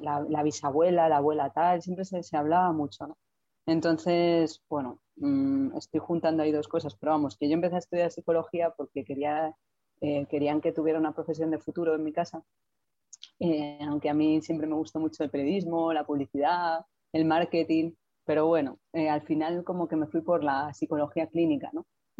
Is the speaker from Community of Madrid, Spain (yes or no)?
yes; Madrid, Community of Madrid, Spain; pero bueno, soy de Madrid, nací en Madrid